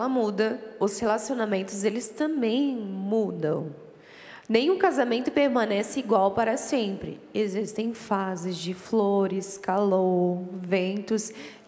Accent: Southern Brazil, Brazil; moved away; Nós que somos lá do sul, a gente gosta mais do frio

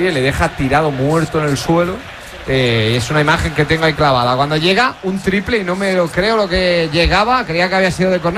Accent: Trevélez, Andalusia, Spain; Y en mi pueblo, que hoy por cierto son las fiestas.

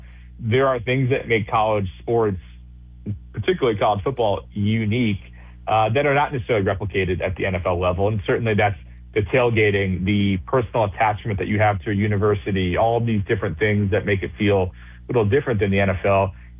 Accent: New Jersey, United States; I'm from Jersey.

